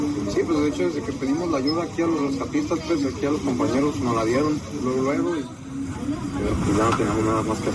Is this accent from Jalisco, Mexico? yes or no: yes; Guadalajara, Jalisco, Mexico; Somos originarios de Guadalajara los cuatro